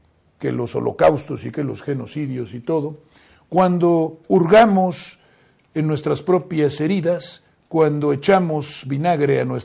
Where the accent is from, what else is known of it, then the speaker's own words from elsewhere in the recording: Mexico; así somos los mexicanos